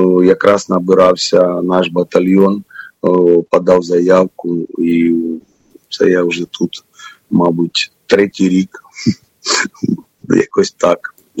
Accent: Chernihiv, Chernihiv Oblast, Ukraine; Я сам з Чернігова

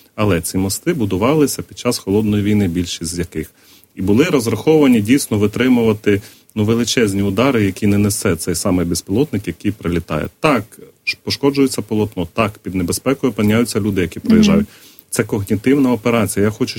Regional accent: Odesa Oblast, Ukraine; Я з Одещини.

